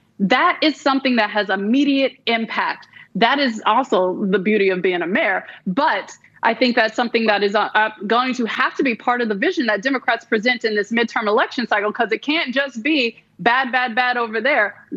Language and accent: English; Memphis, Tennessee, United States; Like, growing up in Memphis, Tennessee, that was on repeat.